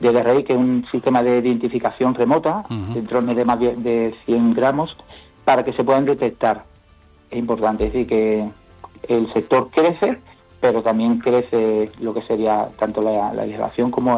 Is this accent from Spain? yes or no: yes; San Fernando, Andalusia, Spain; yo soy de aquí de Cádiz, San Fernando